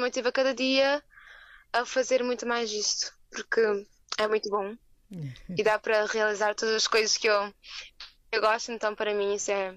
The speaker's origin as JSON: {"language": "Portuguese", "country": "Cape Verde", "said": "sou de Cabo Verde."}